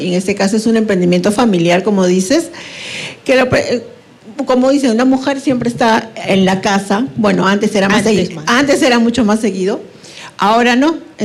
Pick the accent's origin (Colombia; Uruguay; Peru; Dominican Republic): Peru; tenemos muchas influencias como peruanos que somos